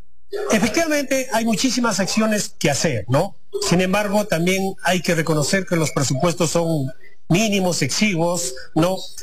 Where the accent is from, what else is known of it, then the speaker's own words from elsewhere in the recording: Cajamarca, Peru; nuestra región Cajamarca